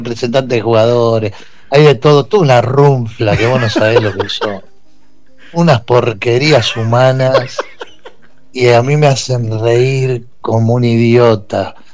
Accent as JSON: {"language": "Spanish", "town": "Banfield", "region": "Buenos Aires Province", "country": "Argentina", "tie": "born or raised there", "said": "Yo me crié en ese Banfield, que es todo de banda de amigos, y toda la banda de ahí de Banfield."}